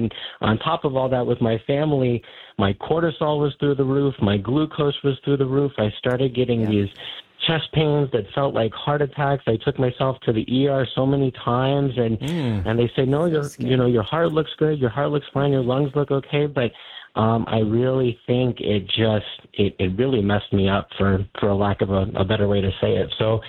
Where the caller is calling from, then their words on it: Phoenix, Arizona, United States; I'm calling from Phoenix, Arizona